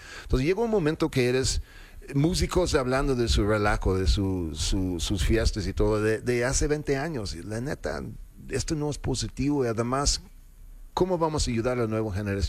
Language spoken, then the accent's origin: Spanish; Mexico City, Mexico; Soy chilango con acento, pues yo qué hago, ¿no?